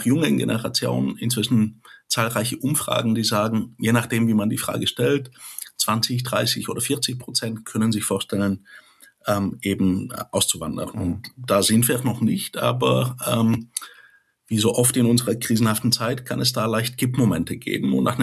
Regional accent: Bulgaria; now in Germany; unter anderem in meiner Heimat Bulgarien

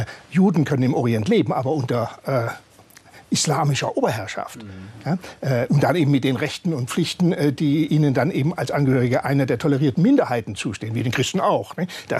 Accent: Baden-Württemberg, Germany; Ich komme aus Südbaden und da ist alles sehr badisch und sehr lieb und behäbig und ja.

